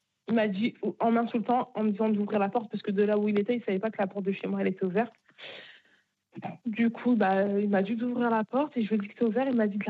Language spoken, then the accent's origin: French; Bagneux, Île-de-France, France; Parce que moi, je viens de Bagneux.